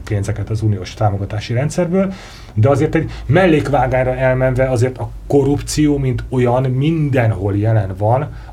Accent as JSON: {"language": "Hungarian", "country": "Hungary", "said": "mi magyarok vagyunk"}